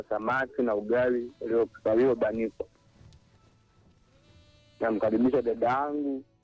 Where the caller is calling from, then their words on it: Geita, Tanzania; natoka mkoa wa Geita Mchangani.